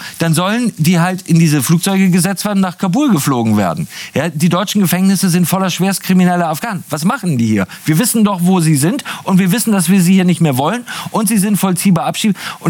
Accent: Germany; wenn ich als Deutscher aus London wiederkomme

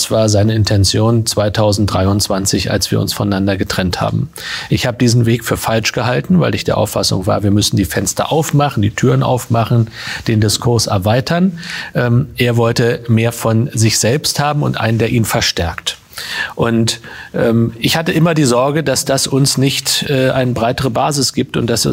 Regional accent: East Germany, Germany; Ich komme aus dem Osten

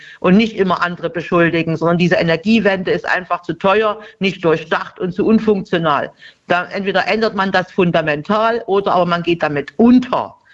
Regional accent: East Germany, Germany; Als Ostdeutsche habe ich das schon einmal im Erwachsenenalter mitgemacht, ja, in den 90er Jahren.

